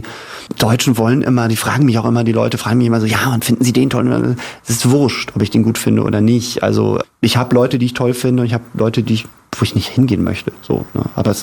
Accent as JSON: {"language": "German", "region": "Hamburg", "country": "Germany"}